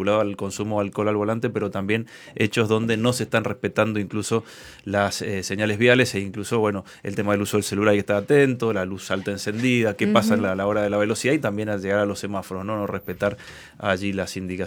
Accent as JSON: {"language": "Spanish", "country": "Argentina"}